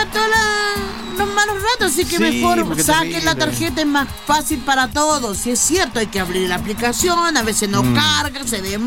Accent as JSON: {"language": "Spanish", "country": "Chile", "said": "Como buen chileno a última hora."}